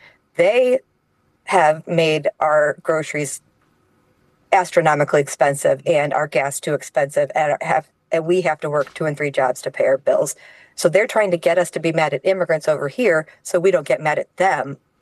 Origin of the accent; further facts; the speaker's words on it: Ohio, United States; born there; I was born in Ohio. It's not a merit badge. I didn't do anything to be born there.